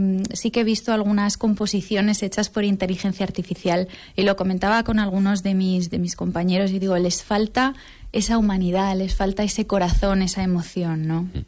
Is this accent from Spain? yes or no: yes; Teruel, Aragon, Spain; now in New York, United States; ¿De España? Y le digo, sí, pero soy de Teruel.